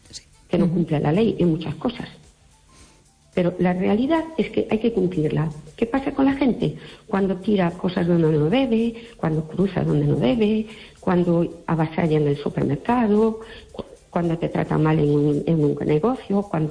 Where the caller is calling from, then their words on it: Fene, Galicia, Spain; Hola, buenas noches